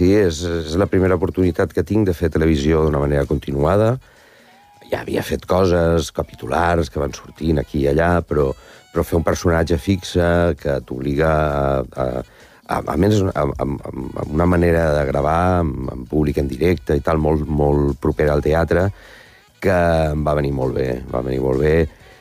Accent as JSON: {"language": "Catalan", "town": "Alcoy", "region": "Valencian Community", "country": "Spain", "tie": "born or raised there", "said": "que és unes titelles que es fan al meu poble, al Coi, al Nadal"}